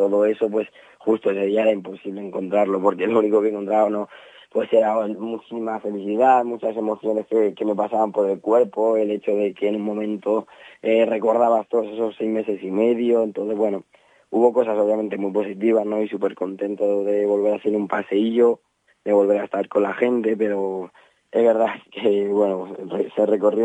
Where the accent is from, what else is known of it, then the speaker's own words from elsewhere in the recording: Burgohondo, Castile and León, Spain; la verdad es que estoy muy ligado a mi pueblo, paso muchísimo tiempo allí, ¿no? Mis abuelos por parte de madre y de padre son allí, mis tíos, o sea que la verdad es que tengo mucho vínculo con Burgohondo.